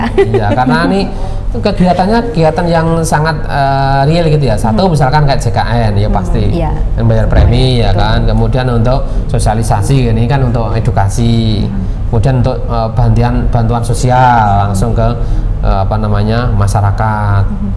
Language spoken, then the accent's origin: Indonesian; Central Java, Indonesia; sama saya juga orang Miri